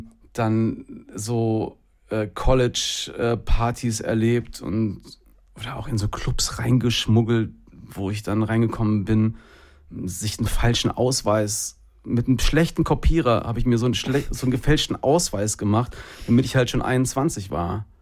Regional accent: Hesse, Germany; born there; moved away as an adult; also born or lived in Los Angeles; also ich bin im Dorf groß geworden, so, hab dann in Gießen mein Abi gemacht

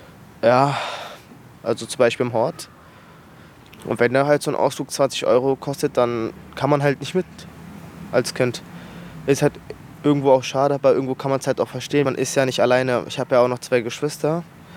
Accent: Berlin, Germany; Ich bin morbid groß geworden. Ich bin auch hier geboren, in Berlin. Also ist es natürlich schon meine Heimat hier.

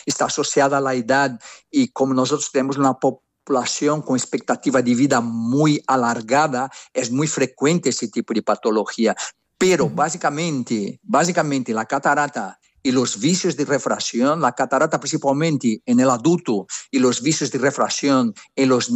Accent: Brazil; Catalan is a second language; No, sóc brasiler, però mig català.

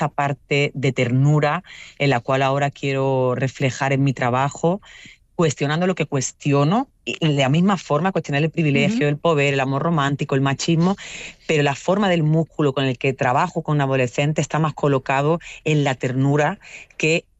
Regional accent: Andalusia, Spain; si yo soy blanca, pero yo soy andaluza, no soy catalana, ni soy vasca

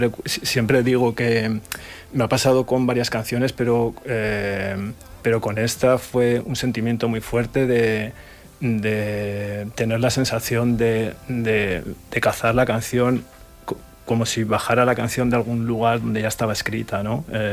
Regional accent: Zaragoza, Aragon, Spain; moved away; also born or lived in Barcelona / England; Bueno, yo me fui de Zaragoza a vivir al extranjero. Bueno, estuve viviendo unos años primero en Barcelona y después en Inglaterra. Me fui muy jovencito de Zaragoza

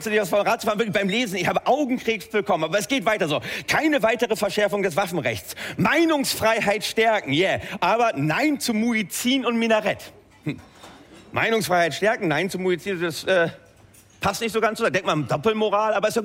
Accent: Lower Saxony, Germany; Nein, ich komme ja aus Niedersachsen, ne? Hinter jeder Idylle lauert die Gülle. Du, ja. Meine Heimat Oldenburger Land, da wo Mensch und Tier enger zusammenleben, als es von der Natur vorgesehen war.

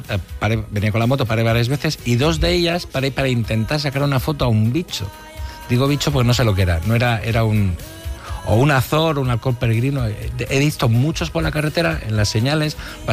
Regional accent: Prado de la Guzpeña, Castile and León, Spain; now in Madrid, Spain; mi pueblo, Prado de la Guzpeña, ahí en la Sierra Toma por Saco, es un pueblo muy pequeñito, no tiene ni bar, es muy coqueto, es muy bonito para hacer excursiones y tal.

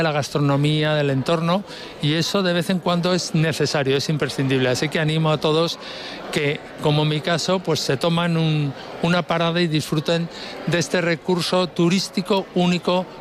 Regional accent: Madrid, Community of Madrid, Spain; soy de Madrid, vivo en Madrid.

